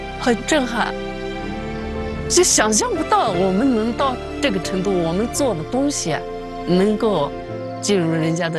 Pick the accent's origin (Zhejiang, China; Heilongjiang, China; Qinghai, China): Qinghai, China; 我们土族人家